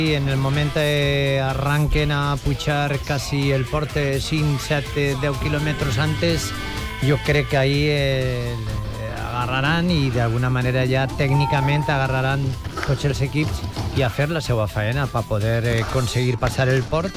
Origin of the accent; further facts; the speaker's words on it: Massamagrell, Valencian Community, Spain; El meu poble també aixit, és Massamagrell.